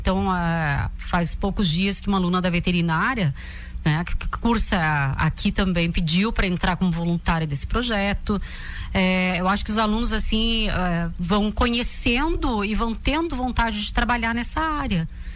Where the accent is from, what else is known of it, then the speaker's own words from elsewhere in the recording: Lages, Santa Catarina, Brazil; also born or lived in Florianópolis; Eu sou lagiana, eu sou daqui mesmo.